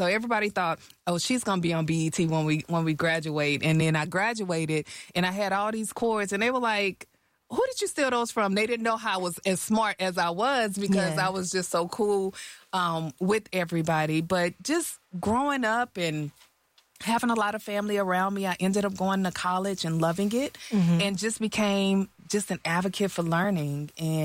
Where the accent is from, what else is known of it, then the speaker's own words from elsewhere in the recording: Texas, United States; I was that homegirl from Harm Clark, Texas, where I grew up. The baby of the family, just a dreamer, always dreaming big.